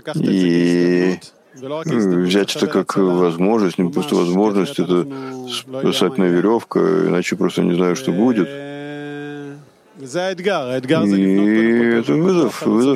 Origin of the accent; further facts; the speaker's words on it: Jerusalem, Jerusalem District, Israel; Это самый большой вызов, по крайней мере, у нас тоже, я из Иерусалима.